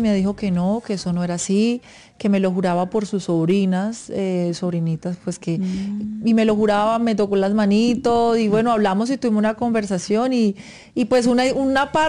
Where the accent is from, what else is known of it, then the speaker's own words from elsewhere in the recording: Ibagué, Tolima, Colombia; pero se crió en Ibagué, de donde yo soy, es mi tierra.